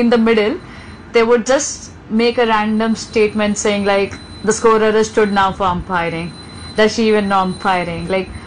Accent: Mumbai, Maharashtra, India; So I came from Mumbai.

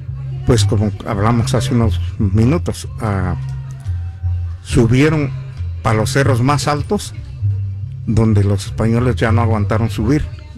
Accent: Magdalena Jaltepec, Oaxaca, Mexico; now in Fresno, United States; los primeros jugadores de mi pueblo, de Magdalena, Jaltepec, que llegaron aquí a, que emigraron a, aquí a California.

